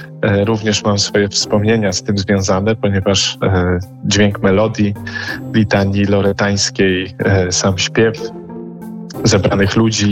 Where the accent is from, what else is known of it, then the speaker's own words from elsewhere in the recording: Warsaw, Masovian Voivodeship, Poland; born there; Tak, oczywiście chodziłem do kościoła parafialnego Świętej Rodziny na Zaciszu.